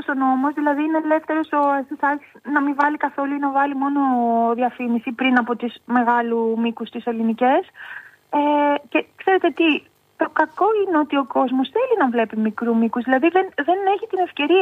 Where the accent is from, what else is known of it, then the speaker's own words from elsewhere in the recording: Kymi, Central Greece, Greece; στο χωριό μου που είναι στην Κλίμη της Εύβοιας